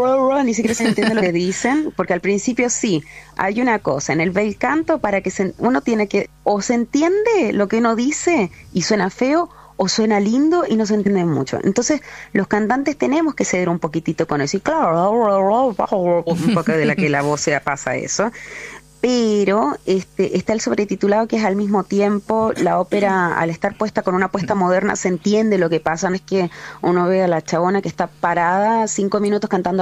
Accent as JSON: {"language": "Spanish", "country": "Chile", "moved": "as an adult", "lives_now": "Buenos Aires, Argentina", "said": "yo soy chilena"}